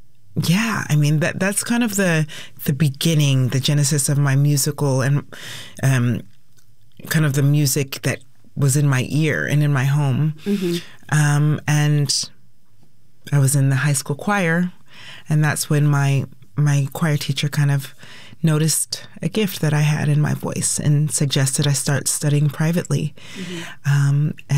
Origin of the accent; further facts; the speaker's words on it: Lakewood, Washington, United States; I grew up in Lakewood, Tacoma, Pierce County